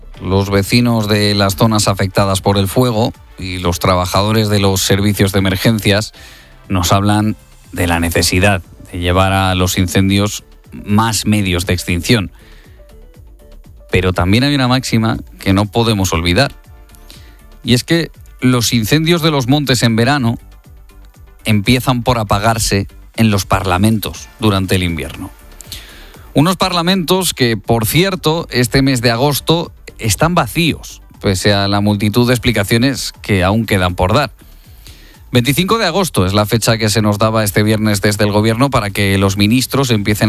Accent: Vegas de Matute, Castile and León, Spain; Este incendio de Navas de San Antonio ha mantenido en vela durante esta madrugada a mi pueblo, a Vegas de Matute.

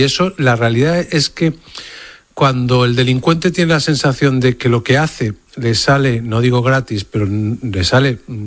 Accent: Andalusia, Spain; Y esa es la realidad que hay en nuestra tierra, en mi tierra, ¿no? Y por extensión subiendo por toda Andalucía ahora mismo, ¿no?

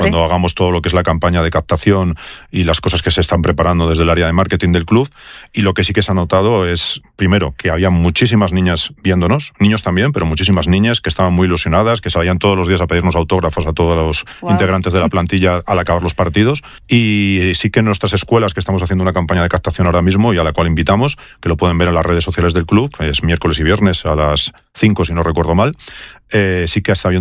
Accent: León, Castile and León, Spain; yo como leonés estoy muy orgulloso de haber conseguido ascender con un equipo de mi ciudad

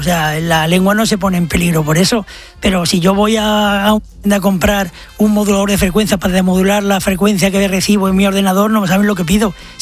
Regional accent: Lorca, Region of Murcia, Spain; Cuando vengo de Lorca, muchas veces digo me se.

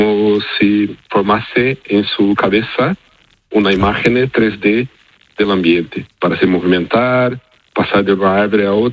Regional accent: Brazil; Spanish is a second language; Yo estaba en máster en Brasil, yo soy brasileño. Ahí, en el laboratorio que estaba en la Universidad de Río de Janeiro

